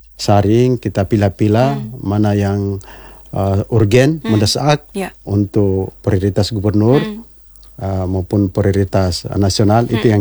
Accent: Southeast Sulawesi, Indonesia; moved away; rakyat kita, masyarakat kita di Konawe ini

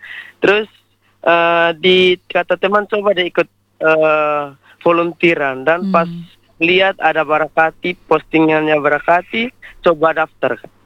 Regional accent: East Nusa Tenggara, Indonesia; kami orang NTT

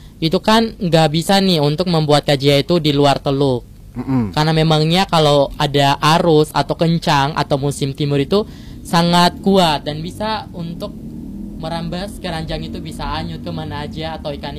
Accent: Maluku, Indonesia; bagi kita warga Maluku

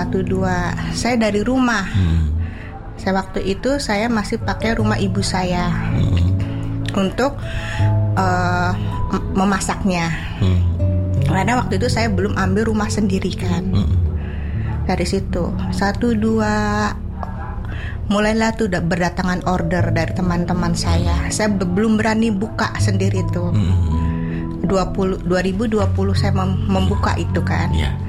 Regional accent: Cirebon, West Java, Indonesia; born there; also born or lived in Jakarta; 2020 saya comeback di kota kelahiran saya.

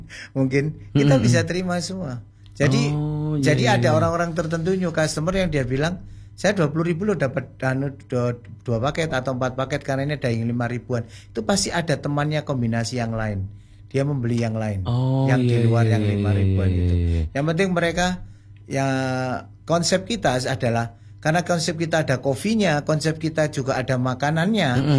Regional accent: Karangploso, East Java, Indonesia; Jadi saya di Karangploso juga, daerah yang mulai berkembang sebenarnya, salah satu di Kabupaten Malang yang berkembang.

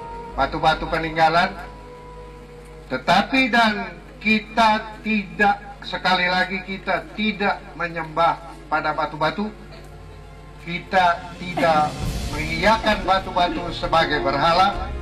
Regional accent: Soya, Maluku, Indonesia; sebagai orang Soya yang mempunyai satu kebiasaan adat yang sudah diturunkan oleh leluhur sehingga negeri ini terbentuk.

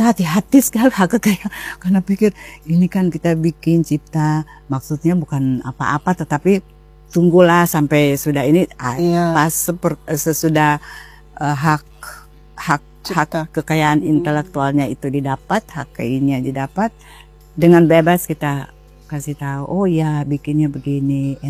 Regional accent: Maluku, Indonesia; kita sebagai orang Maluku kalau identitas kita dikenal kan rasanya senang.

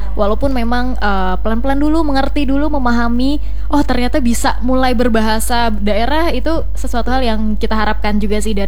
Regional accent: Palangka Raya, Central Kalimantan, Indonesia; moved away; Saya sebagai seorang yang lahir di Kota Palangkaraya, saya asli Kalimantan Tengah, tapi memang saya memiliki ruang penggunaan bahasa daerah yang sangat minim.

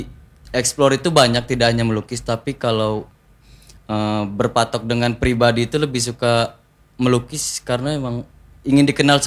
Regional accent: Jakarta, Indonesia; now in Bengkulu, Indonesia; Untuk aslinya sendiri aku berasal dari Jakarta Utara, Tanjung Priok

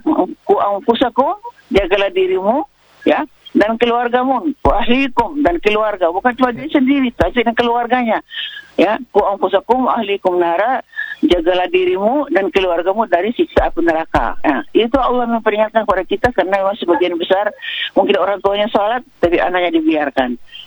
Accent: North Maluku, Indonesia; also born or lived in Ambon; Ternate itu suasananya kan beda ya, auranya beda karena memang di sini mayoritas muslim ya. Tapi secara budaya kita di Maluku Utara itu beda dengan di daerah lain

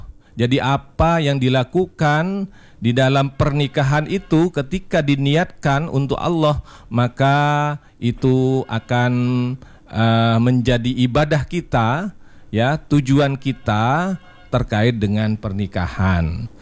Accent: Madura, East Java, Indonesia; saya juga orang Madura ini agak repotan juga memahami.

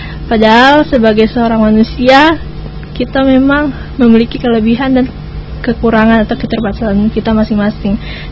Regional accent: Kaibobu, Maluku, Indonesia; atau boleh ke kampung halaman saya.

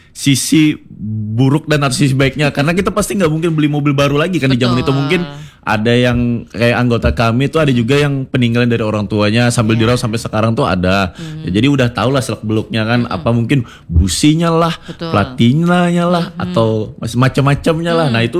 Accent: Palangkaraya, Central Kalimantan, Indonesia; born there; khususnya Kalimantan karena kan saya memang kelahiran Palangkaraya kan.

